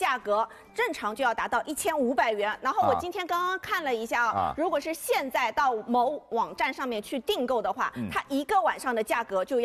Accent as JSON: {"language": "Chinese", "country": "China", "said": "我们中国人"}